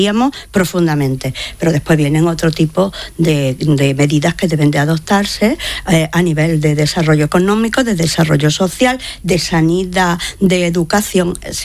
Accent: Melilla, Spain; yo soy melillense ya de varias generaciones.

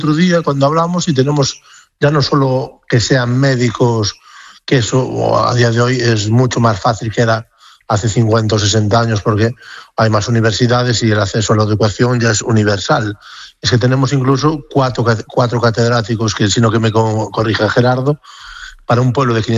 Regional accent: Moaña, Galicia, Spain; also born or lived in Catalonia; yo viví, estaba nací en Cataluña, y luego viví en la costa de Galicia, en Moaña, donde es el futbolista de Celta, Iago Aspas

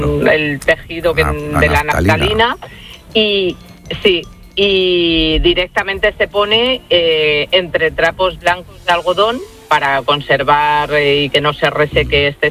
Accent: Combarros, Castile and León, Spain; en las fiestas del pueblo de mi padre, bonito. Que es mi pueblo. Ajá. Que se llama Combarros y está al ladito de Astorga.

